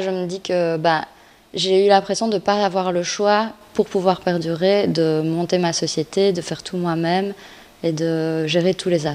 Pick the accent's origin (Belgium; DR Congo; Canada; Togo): Belgium; Liège, Wallonia; Mais ouais, moi je tiens hyper fort à Liège et je ne change pas de mon accent non plus, je parle comme je parle.